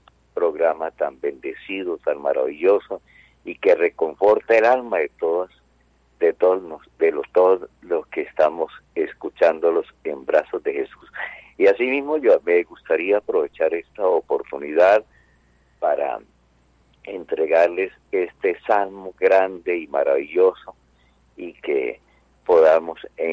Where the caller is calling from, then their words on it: Cúcuta, Norte de Santander, Colombia; Estoy aquí en la hermosa ciudadela de Juan Atalaya.